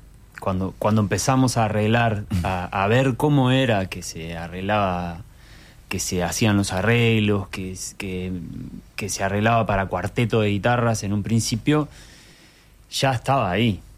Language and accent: Spanish; Montevideo, Uruguay; yo sí soy de Malvin